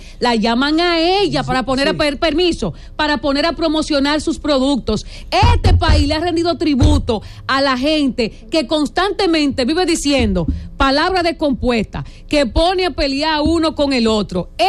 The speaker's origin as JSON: {"language": "Spanish", "region": "La Vega", "country": "Dominican Republic", "tie": "born or raised there"}